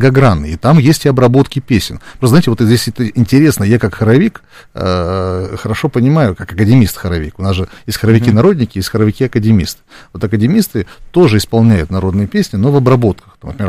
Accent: Siberia, Russia; now in Moscow, Russia; Давайте я скажу о себе, как я ехал из Сибири поступать в Москву, в Гнесинку

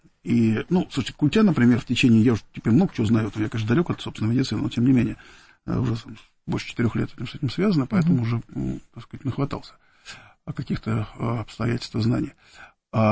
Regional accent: Abramtsevo, Moscow Oblast, Russia; одно из моих тяжелейших воспоминаний детства было то, что у нас на даче, где мы выросли, была в Абрамцево, и мы довольно часто ездили тогдашний Загорск.

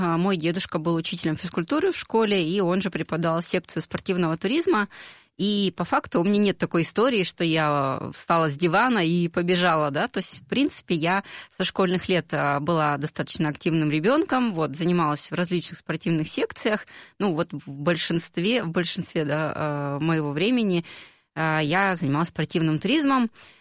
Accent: Yekaterinburg, Sverdlovsk Oblast, Russia; у нас в Екатеринбурге. Вообще я из Екатеринбурга.

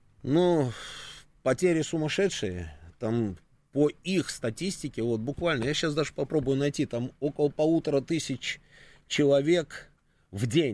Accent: Moscow, Russia

